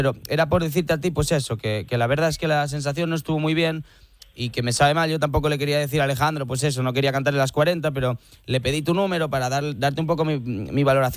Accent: Galicia, Spain; Siendo gallego, que sabes que aquí en Galicia pues respetamos mucho lo que es la cultura gastronómica

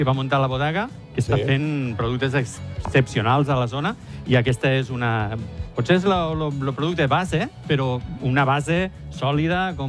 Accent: Ginestar, Catalonia, Spain; Jo sóc de Ginestar.

